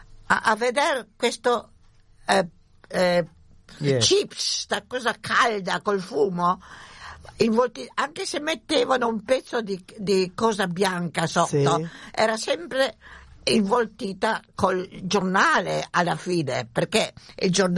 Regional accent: Trieste, Friuli-Venezia Giulia, Italy; now in Australia; quello che noi siamo scappati, si può dire, dopo la Seconda Guerra Mondiale da Trieste, specialmente da dove vengo io, è stata una cosa che, venendo qui in Australia, abbiamo dovuto accettare quello che l'Australia ci ha dato

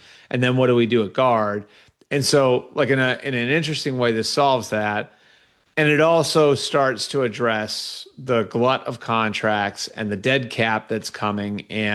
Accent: New England, United States; I was born in 1980. So like one of my earliest memories and growing up in New England was the 85 Bears absolutely annihilating the Patriots

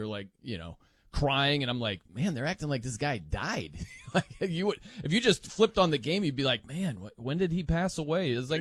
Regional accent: South Bend, Indiana, United States; I'm from South Bend, Indiana, like the Notre Dame country. That's like South Bend, Indiana.

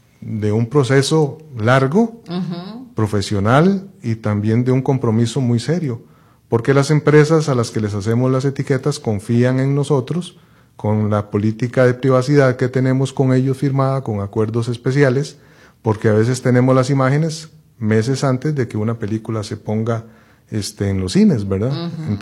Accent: Costa Rica; Sí, en Costa Rica pues la mayoría de trabajadores o colaboradores, uh-huh, somos costarricenses

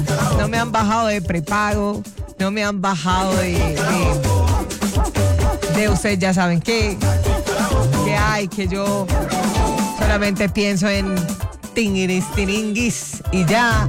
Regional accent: Caribbean Region, Colombia; Papi, soy costeña, a mí no me arruga nada.

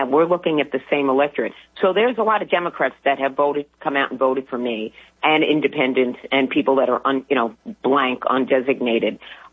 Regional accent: New York City, New York, United States; now in Nassau County, United States; I grew up in the city. I grew up in Middle Village, Queens. So when I moved to Nassau

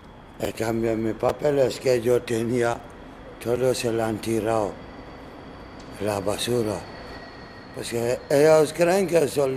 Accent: Conakry, Guinea; Spanish is a second language; moved away; Soy de Guinea, Conakry.

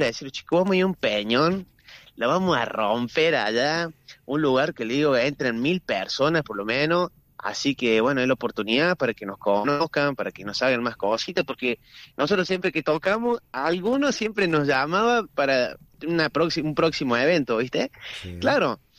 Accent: Alta Gracia, Córdoba, Argentina

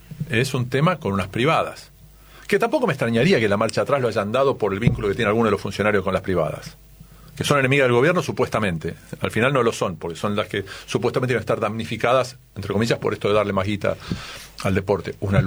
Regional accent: Argentina

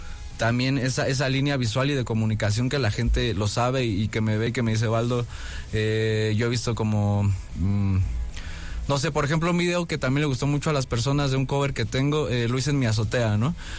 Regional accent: Gustavo A. Madero, Mexico City, Mexico; Sí, porque ese es ese punto medio donde yo crecí en la Gustavo Amadero, ¿no?

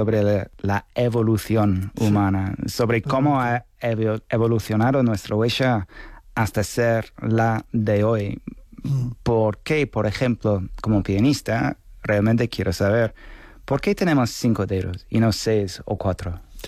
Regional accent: Spain; also born or lived in London, United Kingdom; español, nacido en Londres.

